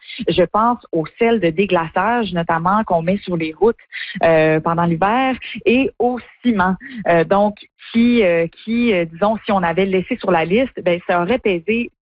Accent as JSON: {"language": "French", "country": "Canada", "said": "chez nous, en Ontario notamment, où on produit la majorité du sel."}